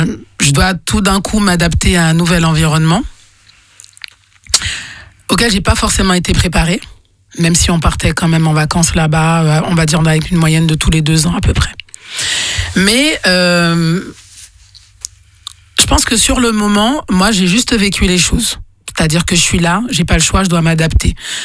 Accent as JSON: {"language": "French", "country": "Guadeloupe", "said": "je suis guadeloupéenne et j'ai quand même, même si c'est tout petit sur le planisphère, j'en suis extrêmement fière."}